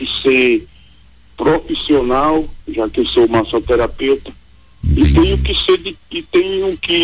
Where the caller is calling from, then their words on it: Arapiraca, Alagoas, Brazil; Eu falo de Arapiraca, Alagoas.